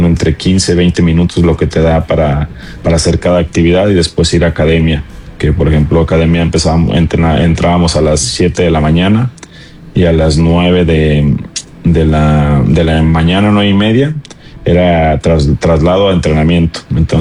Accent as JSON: {"language": "Spanish", "region": "Zacatecas", "country": "Mexico", "said": "Entonces, soy de ahí, de Nueva de Ángeles"}